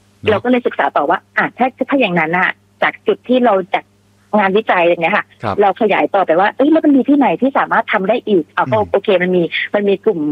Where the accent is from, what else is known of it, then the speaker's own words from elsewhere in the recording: Phatthalung, Thailand; แต่เราเป็นสาวใต้เป็นสาวพัทลุงจากกลาโนล่าเราก็เลยมาแปลงเป็น…ค่ะ